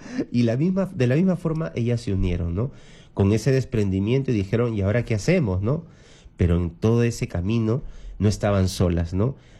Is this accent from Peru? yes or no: yes; Peru; nosotros como peruanos